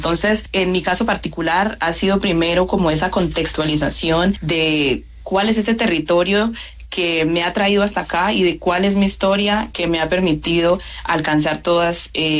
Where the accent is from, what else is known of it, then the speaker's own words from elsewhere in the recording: Chocó, Colombia; aunque yo salí del Chocó, el Chocó nunca ha salido de mi cuerpo, de mi mente y de todos los proyectos que yo he realizado.